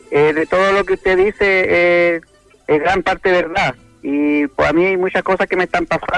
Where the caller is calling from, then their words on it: Santiago, Santiago Metropolitan Region, Chile; De Santiago.